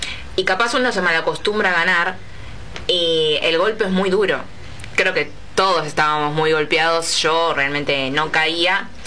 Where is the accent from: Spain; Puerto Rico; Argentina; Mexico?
Argentina; eso nos describe un poco como argentinos, como hinchas del fútbol